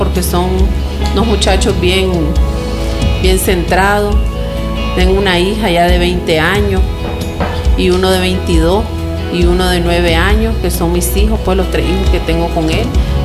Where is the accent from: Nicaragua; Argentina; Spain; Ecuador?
Nicaragua; Tipitapa, Managua; Somos de Tipitapa.